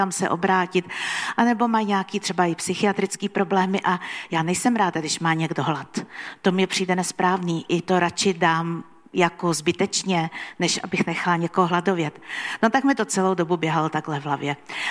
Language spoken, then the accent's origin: Czech; Prague, Czechia; Jednou jsem jela metrem, což není zase až tak zvláštní věc, protože já jsem z Prahy.